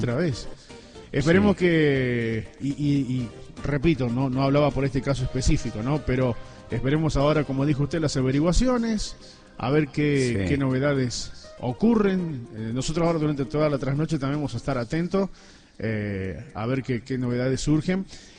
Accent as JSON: {"language": "Spanish", "town": "Villa Mercedes", "region": "San Luis", "country": "Argentina"}